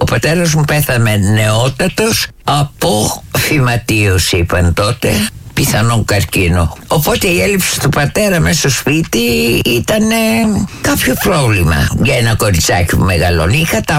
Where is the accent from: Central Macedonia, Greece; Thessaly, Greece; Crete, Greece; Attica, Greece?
Attica, Greece; Athens; born there; Γεννήθηκα στο Κουκάκι.